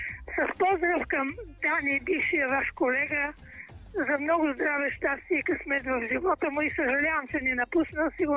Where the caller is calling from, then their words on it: Sofia, Sofia City, Bulgaria; от София.